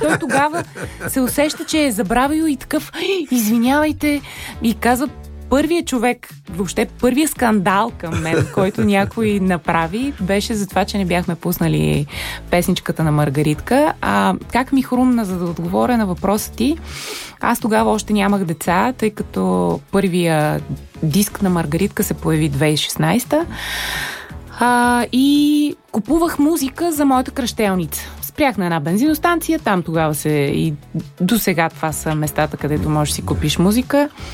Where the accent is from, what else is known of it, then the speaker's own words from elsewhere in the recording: Isperih, Razgrad Province, Bulgaria; Аз съм от Исперих, след това с майка ми живеехме в Разград, тъй като тя беше съдия в Разградския съд.